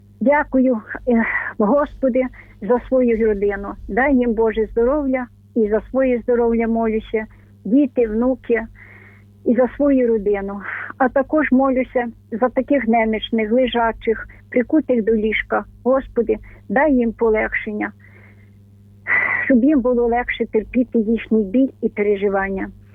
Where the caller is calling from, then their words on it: Ternopil Oblast, Ukraine; Тернопільщина.